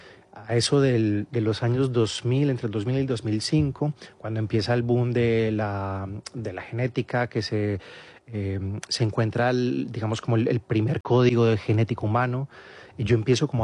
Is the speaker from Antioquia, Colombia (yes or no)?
yes; Medellín, Antioquia, Colombia; also born or lived in Marinilla / Manizales / Turbo / Montería; Yo nací en Medellín, después de eso mis padres se fueron a Marinilla